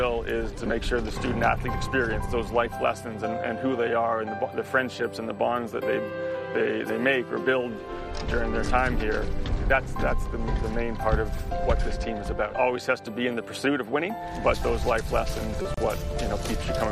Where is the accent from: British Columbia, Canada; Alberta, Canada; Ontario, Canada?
British Columbia, Canada; moved away as an adult; now in Berkeley, United States; I grew up near Vancouver, up in Canada. I came down to row for the team 20, 25 years ago